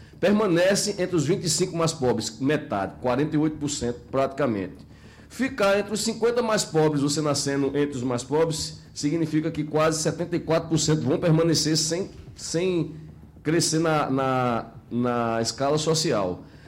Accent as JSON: {"language": "Portuguese", "town": "Campina Grande", "region": "Paraíba", "country": "Brazil", "said": "nós somos de Campina Grande"}